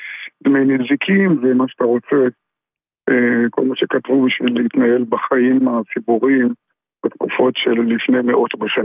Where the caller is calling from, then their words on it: Herzliya, Tel Aviv District, Israel; אני מהרצליה.